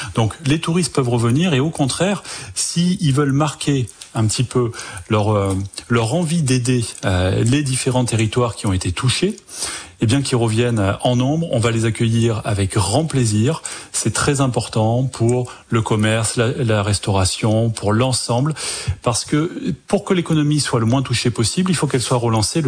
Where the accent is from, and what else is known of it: France